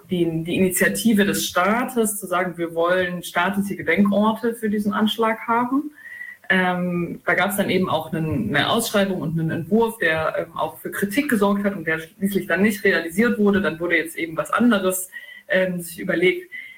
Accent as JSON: {"language": "German", "town": "Jena", "region": "Thuringia", "country": "Germany", "said": "wir kommen aus Jena"}